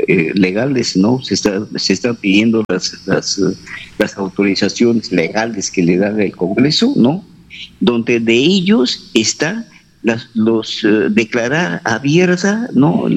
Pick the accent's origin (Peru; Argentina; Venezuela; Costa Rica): Peru; Bagua Grande, Amazonas; moved away as an adult; now in Spain; mi provincia de Utcubamba. Pues soy ciudadano de Utcubamba, ¿no? Mi DNI sigue siendo de Mesones Muro, de Bagua Grande. No lo he cambiado.